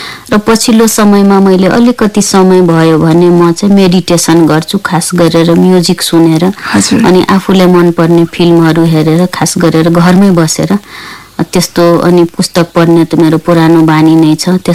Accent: Kanakatta, Madhesh Province, Nepal; म मेरो विगतलाई सम्झिँदाखेरि म सप्तरी जिल्लाको एउटा ग्रामीण भेगमा जन्मेको, मेरो गाउँ कनकट्टा थियो। त्यहाँबाट 3 किलोमिटर दक्षिणमा भारतको सिमाना थियो।

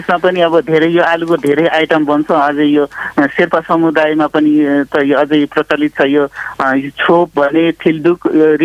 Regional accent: Sindhuli, Bagmati, Nepal; moved away; also born or lived in Kathmandu; मेरो गाउँमा पनि अब सिन्धुलीमा

